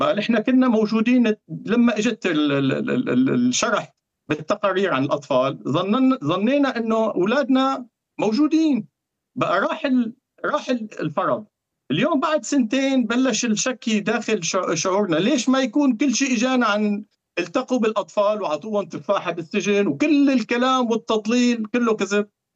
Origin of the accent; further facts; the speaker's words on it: Syria; يعني أنا هيك عن افترض كسوري